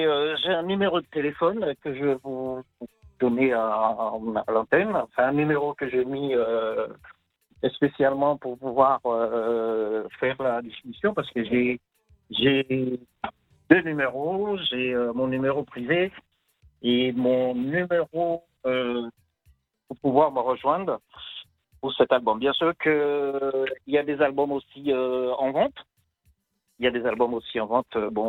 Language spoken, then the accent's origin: French; Baillif, Guadeloupe; now in France; moi, je viens de la Guadeloupe, de Baïf, précisément, section Saint-Aubert. Je suis en métropole depuis des années 80.